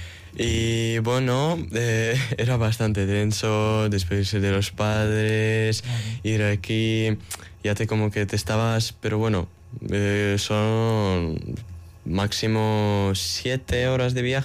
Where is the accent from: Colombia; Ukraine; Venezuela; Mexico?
Ukraine; Kyiv Oblast; hemos ido de mi pueblo a Boryspil, que es otra ciudad que está cerca.